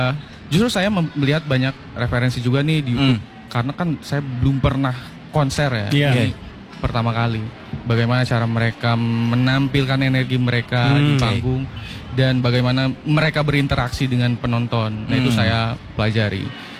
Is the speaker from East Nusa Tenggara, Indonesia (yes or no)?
no; Pandeglang, Banten, Indonesia; Saya asli Pandeglang.